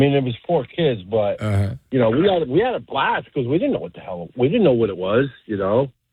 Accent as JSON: {"language": "English", "town": "New York City", "region": "New York", "country": "United States", "tie": "born there", "also_born_or_lived": "Pennsylvania", "moved": "yes", "said": "But we was brought up in Queens, New York, so there wasn't no drive-ins back in there. But when we moved to Pennsylvania"}